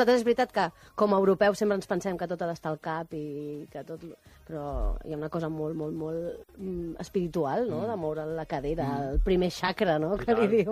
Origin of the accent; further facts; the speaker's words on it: Catalonia, Spain; els catalans fem t'espante.